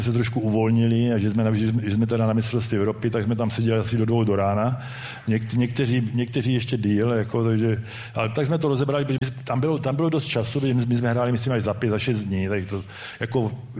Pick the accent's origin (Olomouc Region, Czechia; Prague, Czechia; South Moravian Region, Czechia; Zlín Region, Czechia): Zlín Region, Czechia; Uherské Hradiště; pocházím z Uherského Hradiště